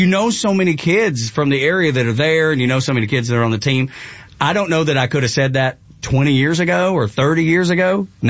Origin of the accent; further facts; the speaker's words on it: Georgia, United States; She's from upstate New York. I'm from Northwest Georgia.